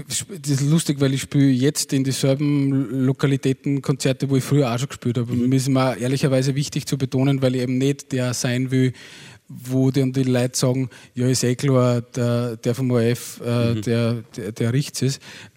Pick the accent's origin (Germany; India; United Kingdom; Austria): Austria; Upper Austria; Also bei uns im Innviertel gibt es die Liedertafel. Das war das Einzige.